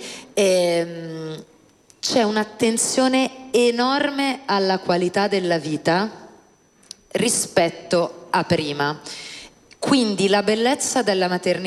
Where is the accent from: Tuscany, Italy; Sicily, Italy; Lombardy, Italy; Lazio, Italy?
Lombardy, Italy; Milan; Io sono milanese e vivo in un quartiere centrale